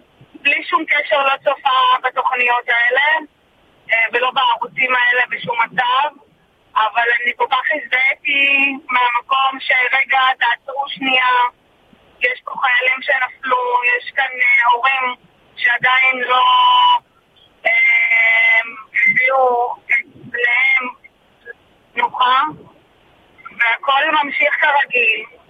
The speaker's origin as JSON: {"language": "Hebrew", "town": "Jerusalem", "region": "Jerusalem District", "country": "Israel", "said": "אני ירושלמית"}